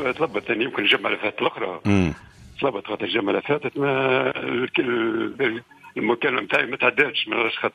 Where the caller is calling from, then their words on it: El Djem, Mahdia Governorate, Tunisia; معك في الجم